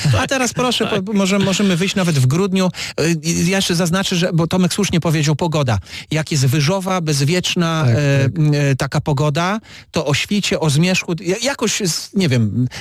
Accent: Opole Voivodeship, Poland; u nas na Opolszczyźnie, bo to jest po prostu ciepło.

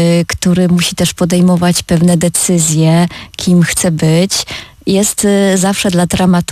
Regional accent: Opole Voivodeship, Poland; a że ja jestem z Opolszczyzny i chciałam pisać o tym, co najbardziej jest mi bliskie i co znam

